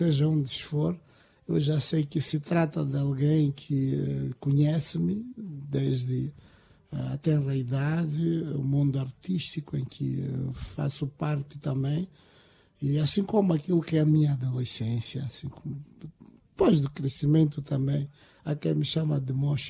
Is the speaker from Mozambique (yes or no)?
yes; Mozambique; não só como moçambicano